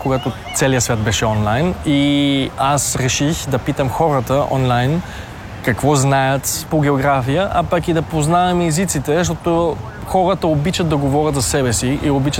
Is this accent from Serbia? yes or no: no; Vienna, Austria; Официално съм австриец с български корени, понеже съм роден и израснал в Австрия, в Виена, в столицата, но аз се считам като българин от Австрия